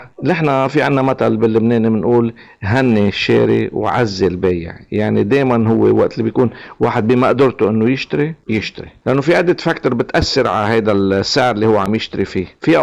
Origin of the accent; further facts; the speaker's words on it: Lebanon; now in Merrylands, Australia; أنا مهاجر لبناني، جيت على أستراليا من تقريبا 40 عام،